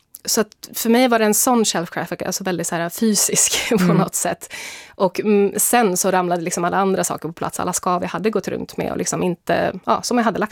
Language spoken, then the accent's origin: Swedish; Sweden; jag var mormon för jag var svensk